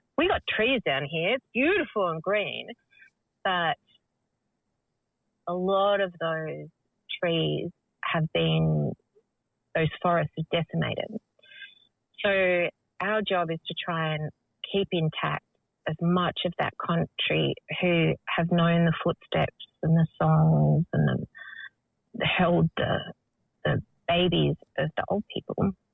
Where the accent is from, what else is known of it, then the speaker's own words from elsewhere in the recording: Tasmania, Australia; born there; I was born here in Lutwyta, Tasmania, to the Palawa community. My mother's people are Yorta Yorta. I'm a Yorta Yorta woman, and old grandfather is a Jajarong.